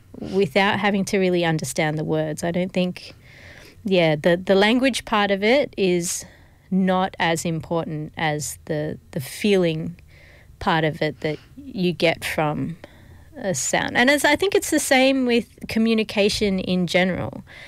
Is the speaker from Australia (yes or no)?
yes; Adelaide, South Australia, Australia; I'm Aussie too. Like I was born in the Adelaide Hills. I grew up, I went to Blackwood High School. Like it was, I'm a very Aussie Adelaide girl.